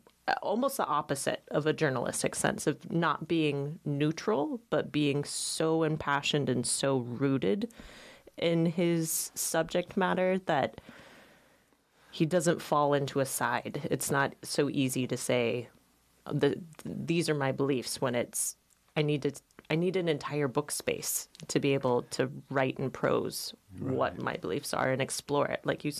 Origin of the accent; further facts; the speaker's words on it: Alaska, United States; I always identify myself first as an Alaskan.